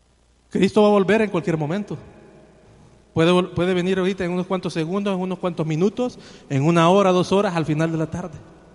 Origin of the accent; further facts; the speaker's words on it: El Salvador; yo cuando miro esos tatuados en mi país, en El Salvador